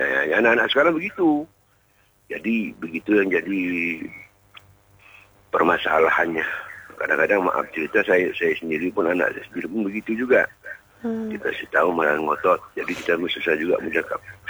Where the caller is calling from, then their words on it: Malay, Indonesia; Kita kan Melayu ini kan.